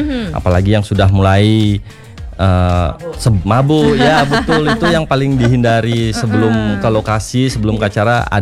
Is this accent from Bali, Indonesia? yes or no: yes; Bali, Indonesia; Kita sebagai orang Bali itu harus bangga